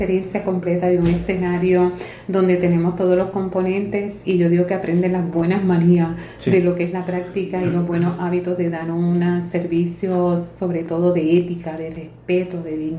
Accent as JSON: {"language": "Spanish", "town": "Aibonito", "country": "Puerto Rico", "tie": "born or raised there", "said": "soy albuniteña de pura cepa."}